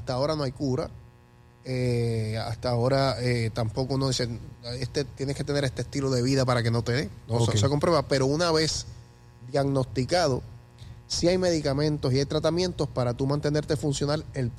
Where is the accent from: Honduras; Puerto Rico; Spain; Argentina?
Puerto Rico; Isabela; para mi pueblo. O sea que tiene un valor sentimental, nostálgico. Ahí es donde yo me crié y se crió mi papá, es el pueblo de mi papá